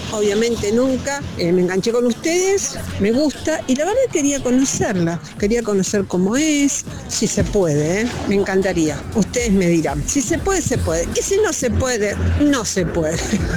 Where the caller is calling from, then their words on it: Buenos Aires, Argentina; de Floresta.